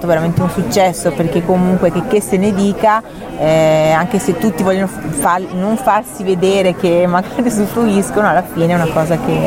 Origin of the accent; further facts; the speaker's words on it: Venice, Veneto, Italy; ovvio che io sono di un'isola di Venezia, no? Sono veneziana.